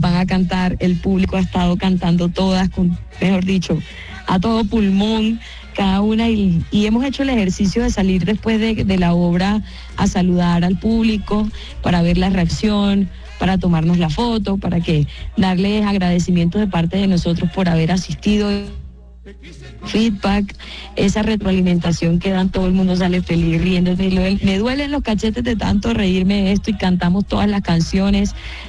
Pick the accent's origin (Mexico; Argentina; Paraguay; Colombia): Colombia; muchos colombianos